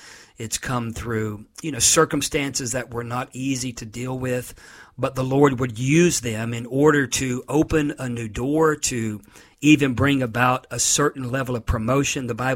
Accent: Florida, United States; my home state of Florida is being hit by a hurricane.

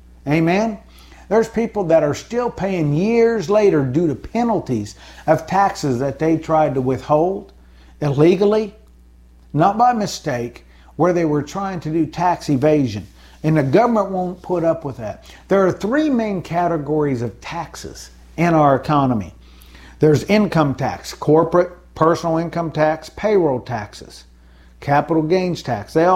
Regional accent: United States; I'm part of that system as an American.

